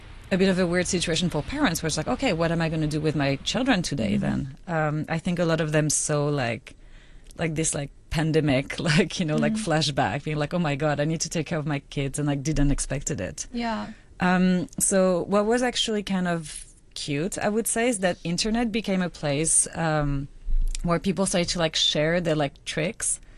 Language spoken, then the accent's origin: English; Lille, Hauts-de-France, France; Like, it was hotter in my hometown of Lille near Belgium than in Hong Kong.